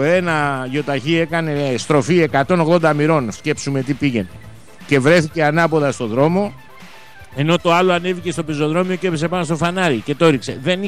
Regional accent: Western Greece, Greece; Καλημέρα στο Μεσολόγγι και τα Γρήνιο απέναντι, στην Ετωλό Ακαρνανία, στην πατρίδα μου.

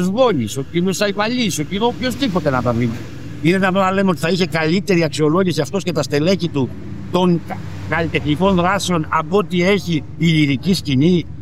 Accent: Patras, Western Greece, Greece; δεν είναι εκείνο που αξίζει στην πόλη μου.

